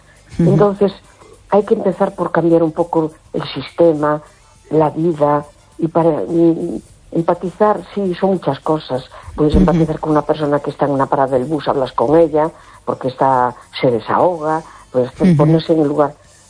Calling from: A Coruña, Galicia, Spain; de La Coruña.

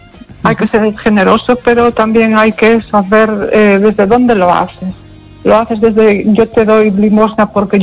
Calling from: Pontevedra, Galicia, Spain; de Pontevedra.

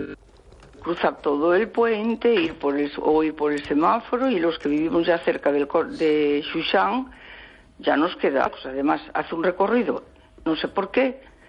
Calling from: A Coruña, Galicia, Spain; yo vivo en Mato Grande

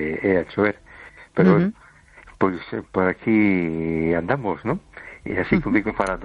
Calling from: A Coruña, Galicia, Spain; de Coruña.

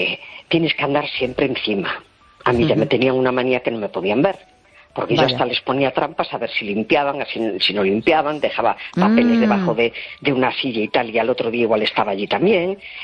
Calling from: A Coruña, Galicia, Spain; de La Coruña.

